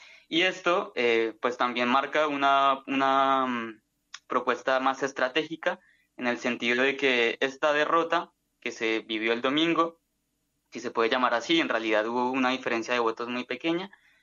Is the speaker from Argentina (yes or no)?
no; Colombia